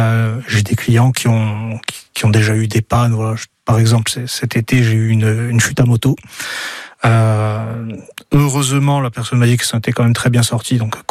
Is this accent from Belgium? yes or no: no; Corsica, France; l'atelier boutique que j'ai dans le village, donc dans Piazza di Avetiasco, là, où j'allais quand j'étais petit en CP d'ailleurs.